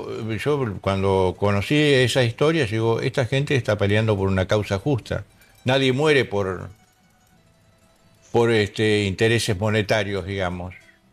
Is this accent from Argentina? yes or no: yes; Argentina; Yo soy una persona, un argentino del interior, y los del interior tenemos un pensamiento muy común con ustedes.